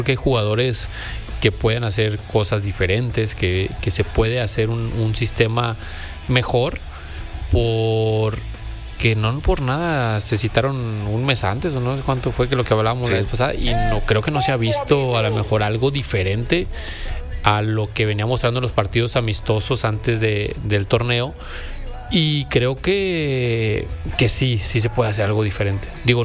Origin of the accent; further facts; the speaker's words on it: Mexico; como mexicanos queremos que avance